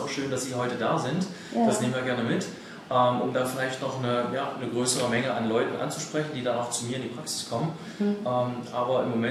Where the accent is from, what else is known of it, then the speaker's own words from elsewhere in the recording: Halle, Saxony-Anhalt, Germany; Ich komme aus Halle und Halle hat in dem Umkreis geschaut, was ist so halbe Stunde bis 40 Minuten von meinem Wohnort entfernt.